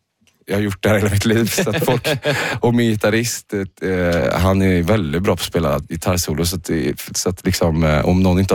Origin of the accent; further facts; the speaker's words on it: Uddevalla, Västra Götaland County, Sweden; jag är också uppväxt i Uddevalla så att Oslo var ju min liksom go-to storstad